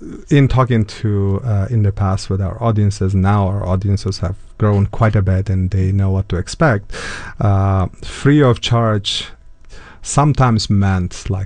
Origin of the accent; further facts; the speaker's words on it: Uzbekistan; first language Uzbek; English is a second language; moved away; I come from Uzbekistan